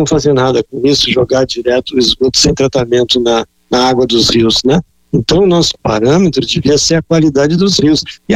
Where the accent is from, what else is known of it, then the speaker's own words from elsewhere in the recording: Porto Alegre, Rio Grande do Sul, Brazil; moved away; eu sou de Porto Alegre originalmente